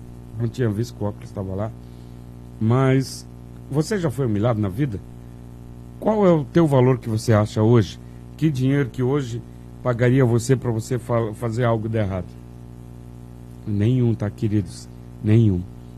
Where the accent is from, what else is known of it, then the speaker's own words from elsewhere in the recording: Itaiópolis, Santa Catarina, Brazil; moved away; also born or lived in Joinville; Eu sou natural de Itaió, Santa Catarina, mas eu morei muitos anos em Joinville.